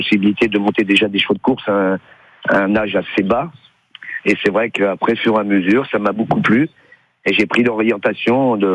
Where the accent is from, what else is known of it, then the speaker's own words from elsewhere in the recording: Nancy, Grand Est, France; moi je suis d'originaire de Nancy, donc je suis né à Nancy, à Villers-les-Nancy.